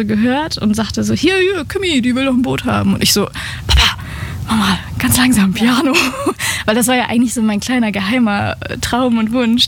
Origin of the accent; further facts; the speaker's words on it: Buxtehude, Lower Saxony, Germany; Ich komme gebürtig aus Buxtehude.